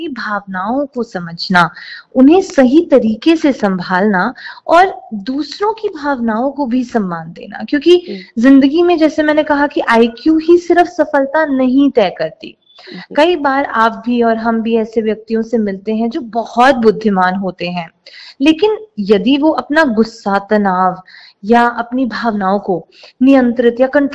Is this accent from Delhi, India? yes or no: yes; Delhi, India; now in Ludhiana, India; क्योंकि मैं दिल्ली से हूँ तो वहां पर अंग्रेजी का बहुत बड़ा हवा नहीं था।